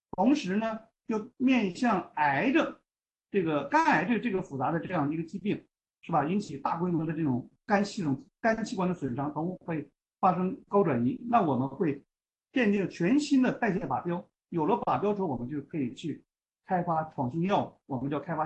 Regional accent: China; 但实际上能够让更广泛的我们中国人群受益。

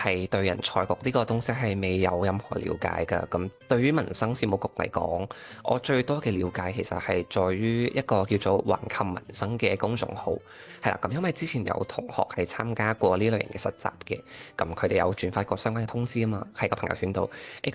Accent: Macau; 咁我係嚟自澳門嘅。

